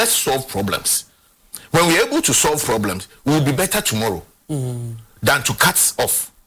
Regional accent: Ghana; But that aside, putting everything aside, I'm still a Ghanaian.

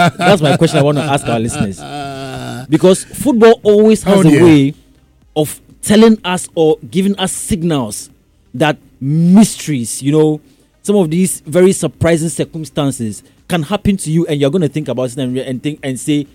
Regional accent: Ghana; Then I told them that I was from Ghana

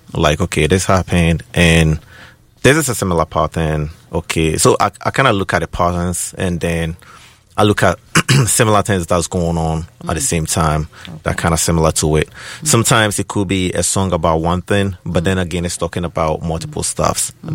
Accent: Ghana; now in United States; as a Ghanaian-based artist

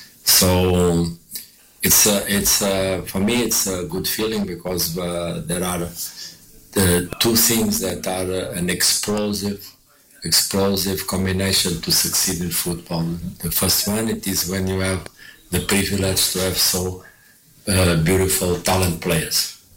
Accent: Ghana

